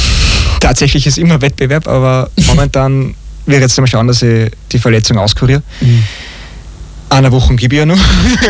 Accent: Asperhofen, Lower Austria, Austria; Und danach geht es weiter mit dem Lauf in meiner Heimatgemeinde in Asperhofen, auf dem Buchberg.

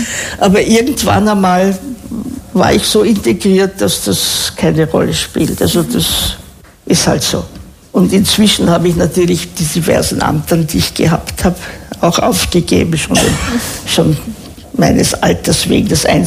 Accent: Vienna, Austria; Ich bin Wienerin.

